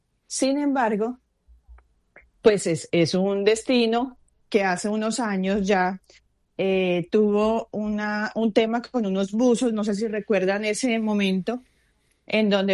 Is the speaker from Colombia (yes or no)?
yes; Colombia; Me siento feliz, muy feliz de estar en mi tierra